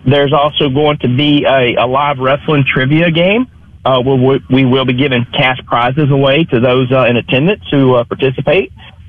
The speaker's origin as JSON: {"language": "English", "town": "McComb", "region": "Mississippi", "country": "United States", "moved": "yes", "said": "I'm originally from the Macomb area. I have strong roots in Pike County, Macomb Summit, that area."}